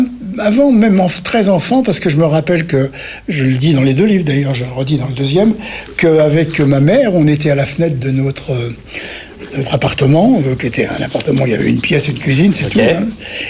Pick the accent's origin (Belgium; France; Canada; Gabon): France; Paris, Île-de-France; moi je suis né à Montmartre.